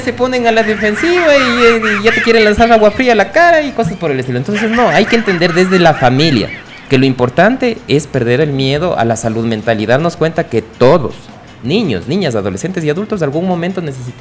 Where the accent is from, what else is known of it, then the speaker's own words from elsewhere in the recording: Quito, Pichincha, Ecuador; soy de ese escaso y reducido número de quiteños 100%, porque yo soy quiteño.